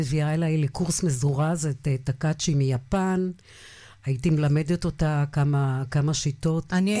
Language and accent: Hebrew; Afikim, Northern District, Israel; נכון, מאוד חם באפיקים. בעמק הירדן חום לחוט, חום אימים. אז כשהיינו ילדים, גרנו כמובן בבית ילדים